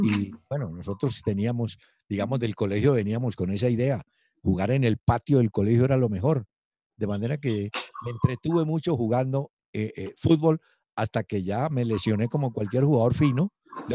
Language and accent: Spanish; Cali, Valle del Cauca, Colombia; mis padres sí eran de Montenegro. Yo nací en Cali porque nos fuimos, ellos se fueron a vivir muy, muy pronto a Cali. Y por supuesto nos quedó gente en el Quindío. Yo tenía familia también en Antioquia, en Río Negro. Tuve familia en Girardota. Pero realmente yo nací en Cali